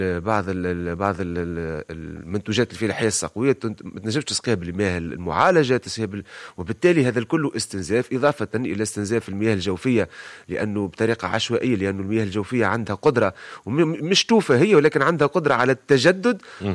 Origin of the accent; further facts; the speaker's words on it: Sfax, Sfax Governorate, Tunisia; عندنا في صفاقس